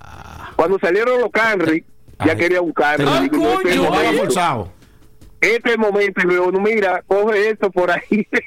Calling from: Santiago de los Caballeros, Santiago, Dominican Republic; yo soy de Santiago

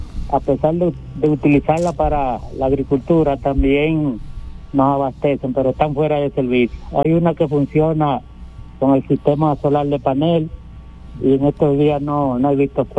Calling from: Villa Jaragua, Baoruco, Dominican Republic; de Villa Jaragua

